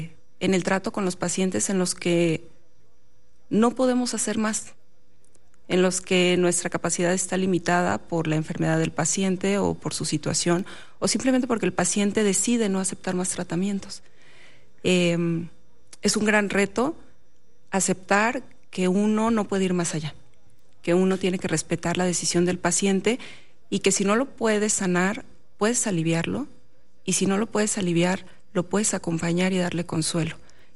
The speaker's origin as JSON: {"language": "Spanish", "town": "Nezahualcóyotl", "region": "State of Mexico", "country": "Mexico", "tie": "born or raised there", "said": "Yo soy originaria de Nezahualcóyotl, del Estado de México. Yo siempre le he dicho, es el lugar donde nacen las diosas aztecas. Yo soy una mexicana muy mexicana, muy arraigada a mis raíces, efectivamente, a nuestras tradiciones"}